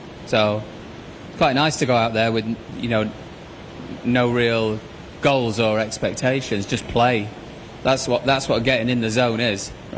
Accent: Worksop, East Midlands, United Kingdom; just a young lad from Worksop

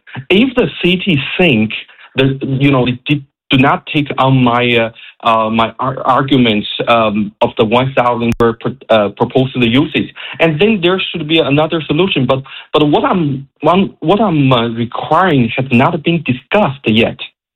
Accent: China; now in Canada

